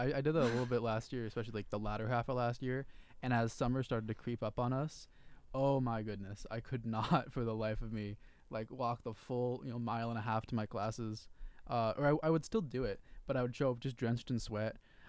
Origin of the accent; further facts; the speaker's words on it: Santa Barbara, California, United States; moved away; I'm from Santa Barbara.